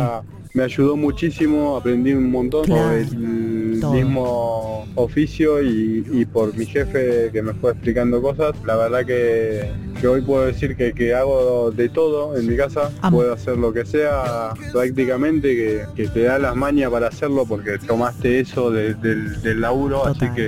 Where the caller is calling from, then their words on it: Berazategui, Buenos Aires Province, Argentina; de Berazategui.